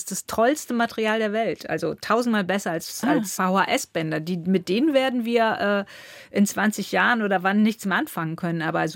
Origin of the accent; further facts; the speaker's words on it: Cologne, North Rhine-Westphalia, Germany; Und die Drogerie war in Köln, Köln-Beckendorf. Wir sind schon in der Großstadt aufgewachsen, aber das sind ja immer diese wunderbaren Ambivalenzen, weil im Grunde genommen war es bei uns wie auf dem Dorf.